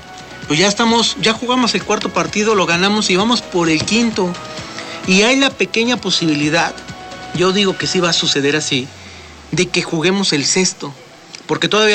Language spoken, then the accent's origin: Spanish; Mexico; nosotros como mexicanos o como México